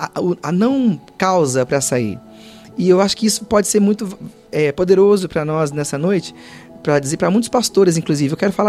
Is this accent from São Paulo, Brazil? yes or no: yes; Ibitinga, São Paulo, Brazil; Não, eu sou paulista.